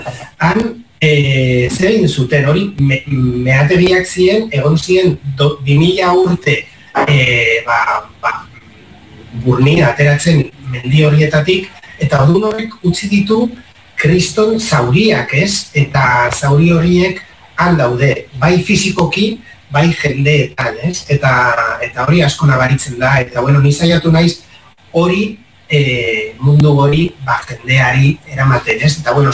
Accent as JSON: {"language": "Basque", "town": "San Sebastián", "region": "Basque Country", "country": "Spain", "said": "Ni donostiarra naiz, baino paisaian eta Uria mendian asko ibili naiz, asko."}